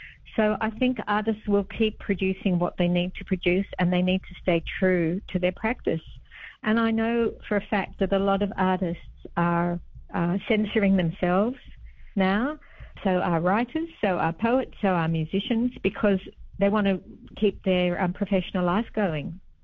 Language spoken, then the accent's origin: English; Australia; I'm a Jewish artist. I'm a Jewish Australian artist. I'm Jewish Australian with European origins.